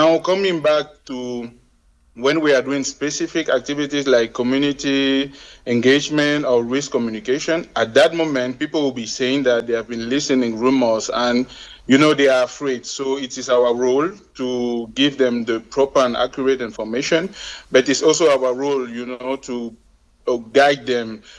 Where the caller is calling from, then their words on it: Bunia, Ituri, DR Congo; I'm greeting you from Bunia here in the Ituri province, where we are handling the operation and fighting against this outbreak.